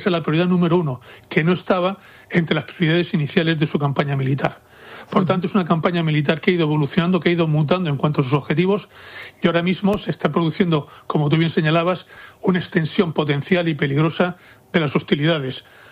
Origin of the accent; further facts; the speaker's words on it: Spain; Que somos españoles y seguimos la actualidad diaria de España